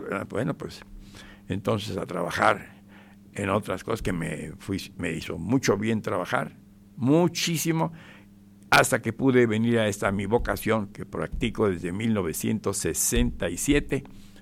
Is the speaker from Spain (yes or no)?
no; Guadalajara, Jalisco, Mexico; born there; Sí, allá están jugando en mi tierra tapatía, donde yo mero nací.